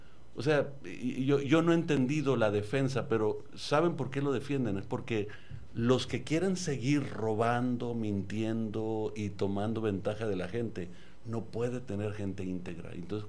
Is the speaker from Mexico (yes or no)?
yes; Mexico; born there; nazco como mexicano